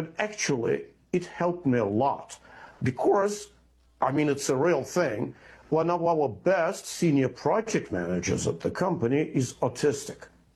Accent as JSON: {"language": "English", "region": "Moscow", "country": "Russia", "tie": "born or raised there", "said": "I'm from Moscow, Russia, originally born there, and I'm a single and lonely child."}